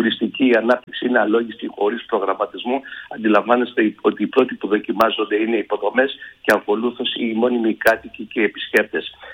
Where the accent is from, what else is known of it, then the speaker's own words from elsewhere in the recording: Greece; την οποία και εμείς ως Έλληνες, ως ελληνικά νοικοκυριά